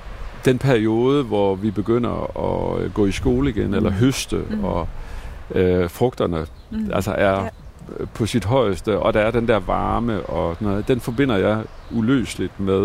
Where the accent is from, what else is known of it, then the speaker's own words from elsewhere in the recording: Central Denmark Region, Denmark; born there; also born or lived in Juelsminde; jeg er faktisk barnefødt i Vestjylland.